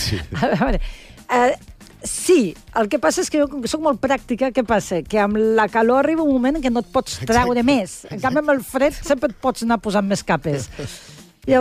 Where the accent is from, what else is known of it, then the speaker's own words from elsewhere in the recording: Lleida, Catalonia, Spain; now in Barcelona, Spain; Els que som de Lleida